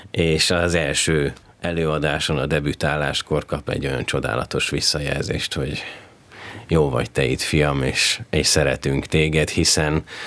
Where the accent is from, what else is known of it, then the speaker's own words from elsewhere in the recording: Budapest, Hungary; én 2019 óta vezényelek abban a színházban, amelyben én fölnőttem, hiszen mindkét szülőm ott dolgozott, édesapám ott volt karmester, édesanyám a kórusban ott énekelt. Talán nem nagy képűség azt mondani, hogy én haza jövök a Magyar Állami Operaházban